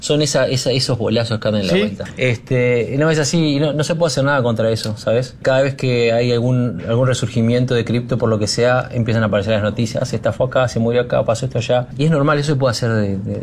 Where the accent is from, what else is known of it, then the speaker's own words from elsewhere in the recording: Uruguay; yo soy uruguayo, empresario serial, que se dice por ahí, hace 20 años ya.